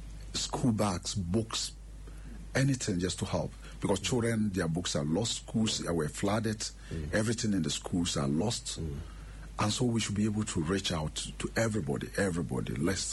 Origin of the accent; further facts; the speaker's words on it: Ghana; As a Ghanaian, when your colleague, especially when the dead body, we respect the dead so much, that's the last we can give to anybody.